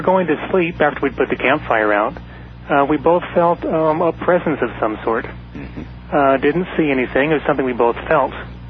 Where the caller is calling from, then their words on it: Mesa, Arizona, United States; Hello, I'm calling from Mesa, Arizona.